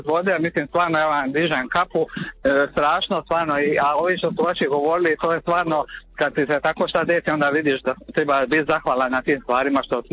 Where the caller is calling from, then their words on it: Šibenik, Šibenik-Knin County, Croatia; kako prije bilo i kod nas u Šibeniku